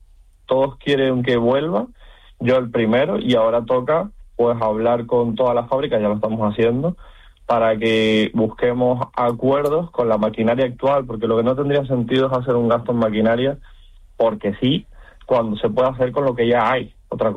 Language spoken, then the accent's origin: Spanish; Canary Islands, Spain; me considero un canario completo, o sea, miro por y para Canarias en todo lo